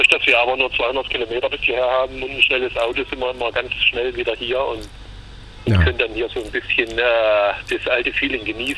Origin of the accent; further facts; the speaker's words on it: Jena, Thuringia, Germany; also born or lived in Dornburg; now in Nuremberg, Germany; Ich bin aber in Jena aufgewachsen und wir sind dann irgendwann mal ins Fränkische.